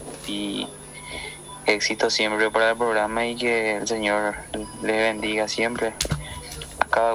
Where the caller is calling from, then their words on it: Isla Umbú, Ñeembucú, Paraguay; Estoy saludando desde Isla Umbú, Cambacua.